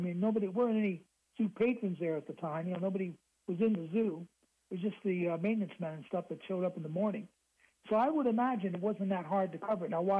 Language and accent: English; Queens, New York, United States; I am a native New Yorker. I was born in Queens.